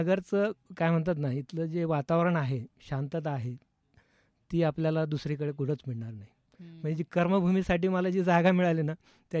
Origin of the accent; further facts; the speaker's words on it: Chopda, Maharashtra, India; moved away as an adult; now in Ahilyanagar, India; नाही, ॲक्च्युली मी खान्देश जळगाव चोपड्यातला आहे, परंतु कामानिमित्त गेल्या 35 वर्षापासून नगरमध्ये आहे।